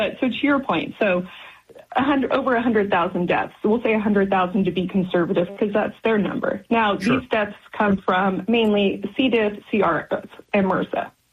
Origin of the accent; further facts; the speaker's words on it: Idaho, United States; Nice to be talking to folks in my home state of Idaho.